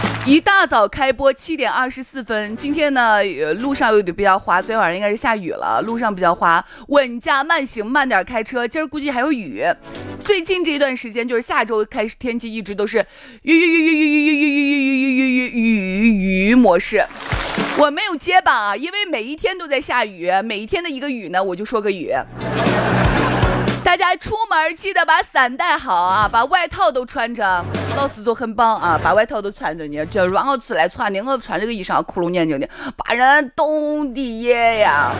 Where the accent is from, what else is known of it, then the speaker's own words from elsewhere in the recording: Shaanxi, China; 尤其是咱们陕西话